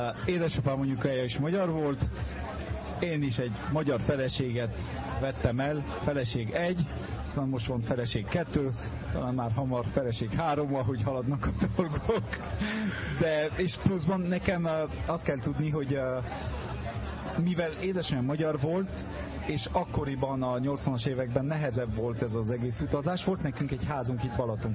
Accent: Paris, Île-de-France, France; Hungarian is a second language; moved away as an adult; now in Budapest, Hungary; én Párizsban vagyok, sőt Párizs közepéből jövök, én a Marais-ből jövök, Bobur mellett nőttem fel.

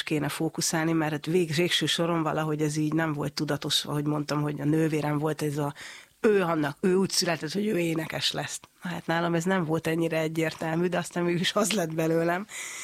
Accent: Borsod-Abaúj-Zemplén, Hungary; mivel hogy én Borsod megyei vagyok

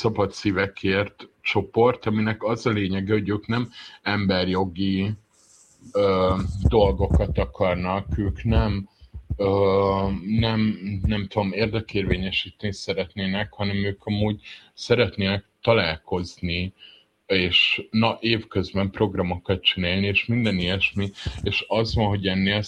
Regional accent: Pécs, Baranya, Hungary; nekem Pécs jutott eszembe, ahol én Pécsről származom

